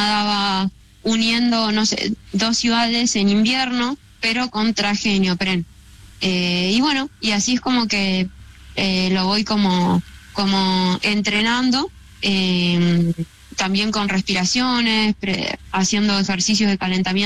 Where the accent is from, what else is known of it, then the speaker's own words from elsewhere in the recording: General Roca, Río Negro, Argentina; No, yo soy de Río Negro, de General Roca, entonces siempre me gustaron como los desafíos